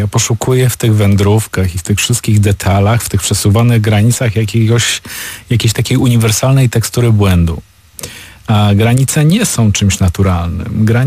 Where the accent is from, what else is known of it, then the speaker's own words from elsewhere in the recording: Silesian Voivodeship, Poland; może nawet wcześniej od Jabłonkowa, aż po gdzieś tam po Zieloną Górę i Krosno Odrzańskie. Więc to są dla mnie bardzo charakterystyczne właśnie rejony, w których wyrosłem i w których dobrze się czuję